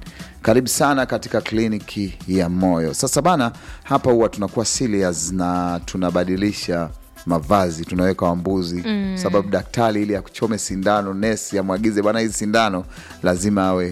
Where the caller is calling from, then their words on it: Itagutwa, Iringa, Tanzania; Kaka basi napata vizuri sana, natokea Itagutwa.